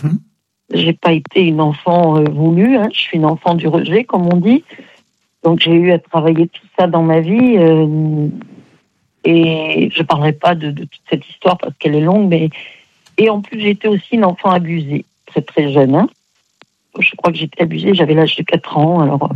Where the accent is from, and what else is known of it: Aix-en-Provence, Provence-Alpes-Côte d'Azur, France